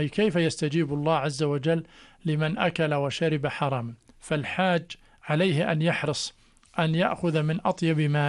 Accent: Jordan; لما تقول أنا حاج أردني، أنت مثال لكل من يراك في تصرفاتك

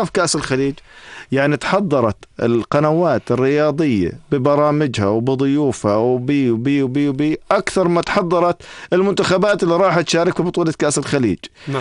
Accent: Jordan; احنا عندنا في الاردن

